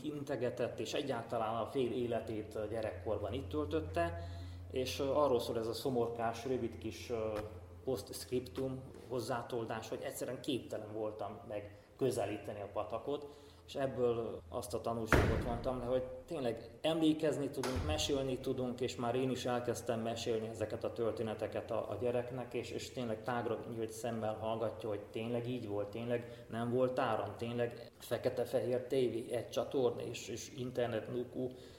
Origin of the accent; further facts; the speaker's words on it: Fugyivásárhely, Bihor, Romania; also born or lived in Oradea; Nagyváradi születésű vagyok, Fugyivásárhelyen nőttem fel.